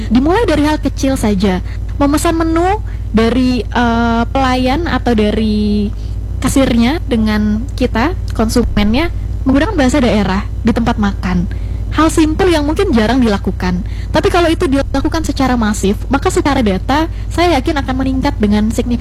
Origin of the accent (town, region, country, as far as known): Central Kalimantan, Indonesia